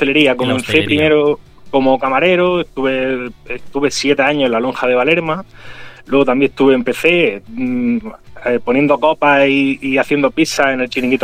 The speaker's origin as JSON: {"language": "Spanish", "town": "Granada", "region": "Andalusia", "country": "Spain", "said": "Si nosotros somos granadinos, tenemos que potenciar la cocina granadina."}